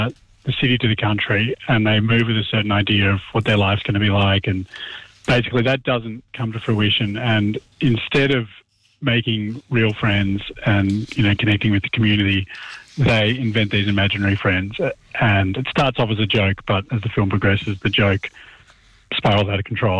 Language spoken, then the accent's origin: English; Cooma, New South Wales, Australia; I grew up in Cooma